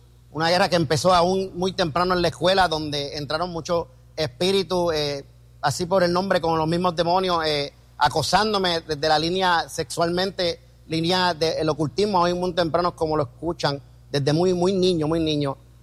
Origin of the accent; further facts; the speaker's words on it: San Juan, Puerto Rico; Me crié con mi abuela en Río Piedra, en el barrio Capetillo, en Río Piedra